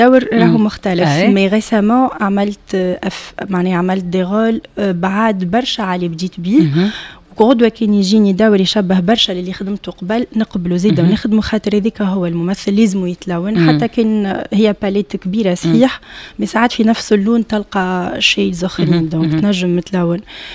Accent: Tunis, Tunis Governorate, Tunisia; born there; انا صحيح اصلي من تتاوين اما مولوده في تونس

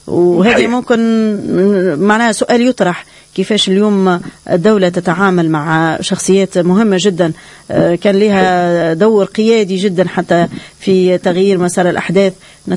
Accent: Tunisia

